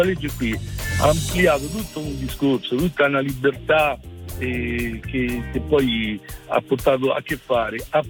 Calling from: Rome, Lazio, Italy; Chiamo da Roma, sto in macchina

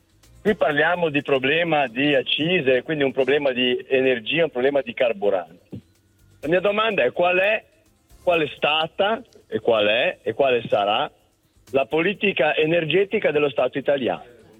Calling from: Liguria, Italy; Siamo dalla provincia di Savona.

